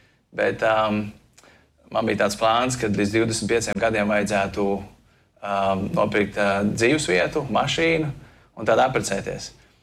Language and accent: Latvian; Grobiņa, South Kurzeme Municipality, Latvia; born there; also born or lived in Liepāja, Latvia / Ireland; Un būtībā arī pats uzaugu bērnībā Grobiņā pirmos dažus gadus. Tā ir mana tāda pirmā draudze, kuras atceros, kur mēs uzaugām. Un tad vēlāk, kad gadi 11 bija, te pārcēlēmas dzīvot uz Liepāju.